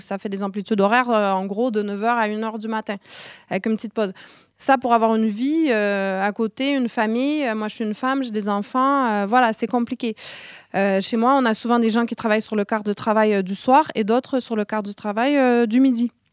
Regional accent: Quebec, Canada; moved away as an adult; now in France; je viens du Québec.

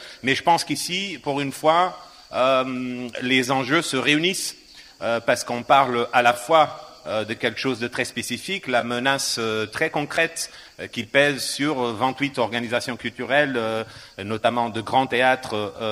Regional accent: Portugal; French is a second language; now in Avignon, France; je le dis en tant que Portugais, même si Avignonais en construction

